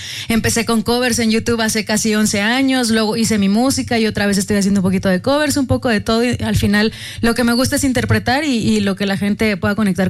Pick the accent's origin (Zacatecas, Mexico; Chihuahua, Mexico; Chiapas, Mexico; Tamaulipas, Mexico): Chihuahua, Mexico; Delicias; also born or lived in Jiménez / Ciudad de México / Jalapa; De Jiménez, Chihuahua, así sí, es. Crecí en Delicias, nací en Jiménez, viví en Chihuahua, pero bueno, ahí estuve.